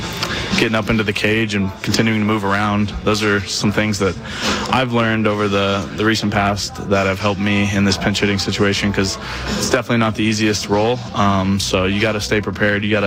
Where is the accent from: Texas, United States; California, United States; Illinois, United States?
Texas, United States; Lubbock; especially being from Lubbock